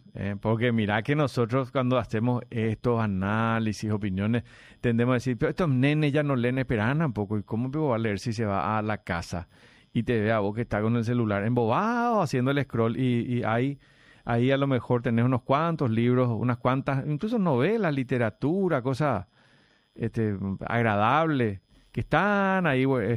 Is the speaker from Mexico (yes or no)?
no; Argentina; moved away; Cuando vinimos de Argentina, mi hermano le corregía a la profesora de matemáticas y física, que solo copiaba de un cuaderno amarillo los problemas, y sin ese cuaderno no hacía nada.